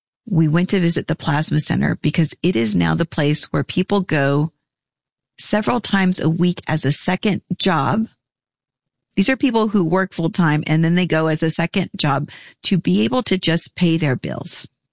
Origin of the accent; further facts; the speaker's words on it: Texas, United States; So in that sense, I don't see my run as being anything other than I am a Texan.